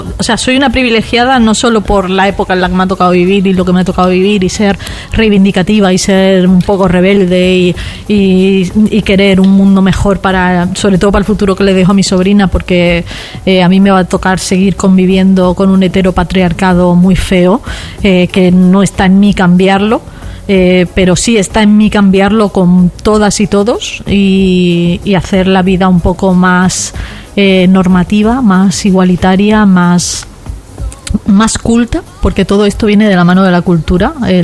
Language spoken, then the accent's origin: Spanish; Huelva, Andalusia, Spain; somos de Huelva